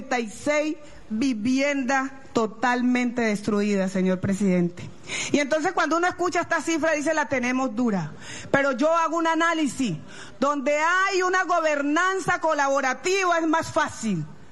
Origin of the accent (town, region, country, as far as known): Buenaventura, Valle del Cauca, Colombia